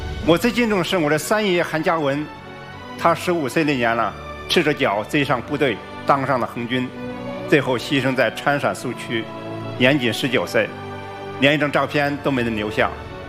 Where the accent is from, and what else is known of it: Henan, China; born or raised there